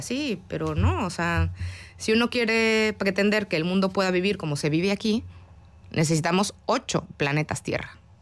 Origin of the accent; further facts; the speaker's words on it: Mexico; moved away as an adult; México, además de productor, pues es un país muy importante de tránsito de drogas. Y ha costado mucha sangre en mi país.